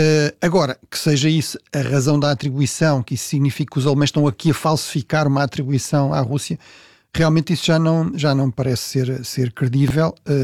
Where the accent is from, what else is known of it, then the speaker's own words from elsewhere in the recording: Tomar, Santarém, Portugal; now in Lisbon, Portugal; Sim, eu tenho aproveitado para passar uns tempos em Tomar, na minha terra, e portanto, mesmo a trabalhar, sempre se mudou um bocadinho de ar. Mas agora já cada vez mais em Lisboa